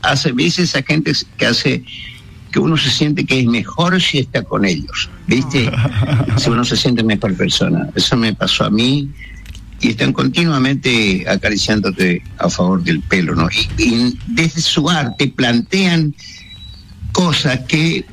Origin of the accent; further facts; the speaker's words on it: Curuzú Cuatiá, Corrientes, Argentina; Si yo vuelvo a mi pueblo, a Curuzúcuatía, y me encuentro con quien tenía conmigo cuando yo tenía 14 años, ¿le daría pelota?